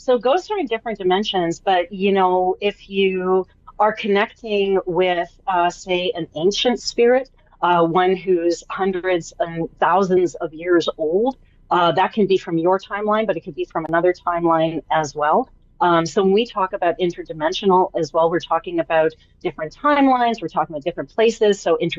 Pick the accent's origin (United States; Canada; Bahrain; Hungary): Canada; I'm Canadian